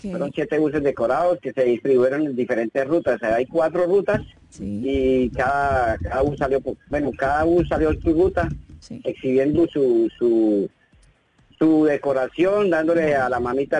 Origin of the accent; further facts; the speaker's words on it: Cúcuta, Norte de Santander, Colombia; now in Barranquilla, Colombia; Yo soy de Cúcuta.